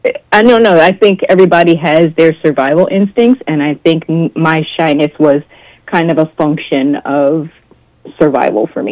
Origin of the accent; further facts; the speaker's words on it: New Jersey, United States; born there; I was born here in New Jersey